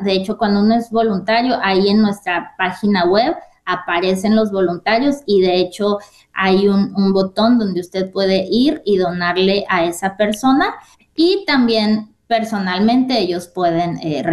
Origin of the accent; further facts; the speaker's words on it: Mexico; yo como mexicana